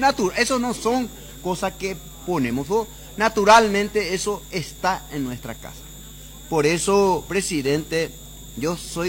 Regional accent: Paraguay

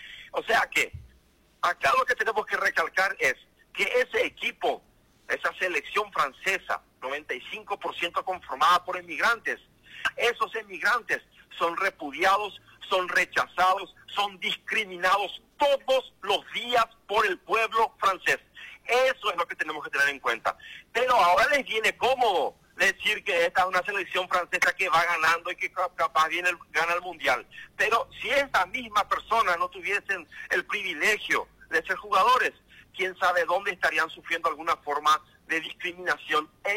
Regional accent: Paraguay; moved away; also born or lived in Italy

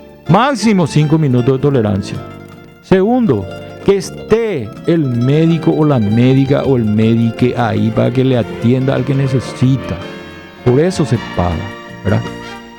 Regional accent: Paraguay; tenemos pila como paraguayo

